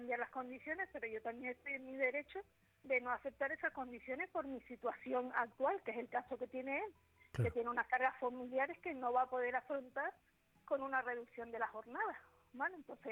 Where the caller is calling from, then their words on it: Tenerife, Canary Islands, Spain; Soy de Canarias.